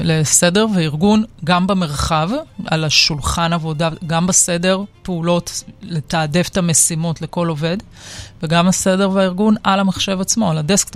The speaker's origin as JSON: {"language": "Hebrew", "town": "Ra'anana", "region": "Central District", "country": "Israel", "tie": "born or raised there", "said": "דווקא גדלתי ברעננה."}